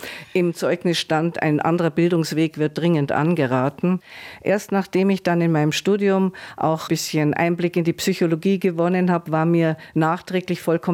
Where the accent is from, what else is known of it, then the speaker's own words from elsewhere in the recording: Bavaria, Germany; ich fühle mich immer als Bayer, weil ich nun mal in Bayern geboren bin und sozialisiert wurde.